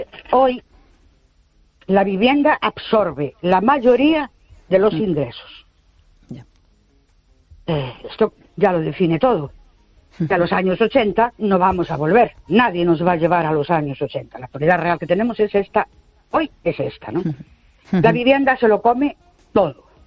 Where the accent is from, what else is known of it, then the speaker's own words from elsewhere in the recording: Ourense, Galicia, Spain; Buenas noches … de Ourense.